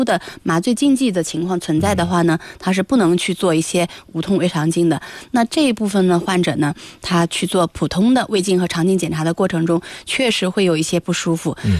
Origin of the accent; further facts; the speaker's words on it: China; 我们中国人群